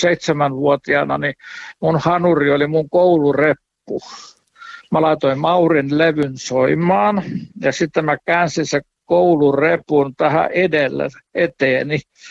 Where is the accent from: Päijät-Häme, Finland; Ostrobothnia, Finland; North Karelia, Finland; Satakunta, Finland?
Satakunta, Finland; Pori; born there; muistan pikkupoikana, kun istuin Porissa siellä Mikokatu 6 rukoushuoneella